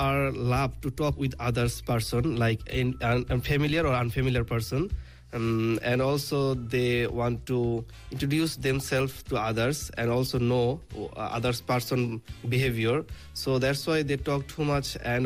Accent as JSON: {"language": "English", "town": "Dhaka", "region": "Dhaka Division", "country": "Bangladesh", "lives_now": "Korea", "said": "I'm from Bangladesh and I live in Dhaka in Munshiganj. And recently I arrived in Korea 3 days ago and I enjoy it."}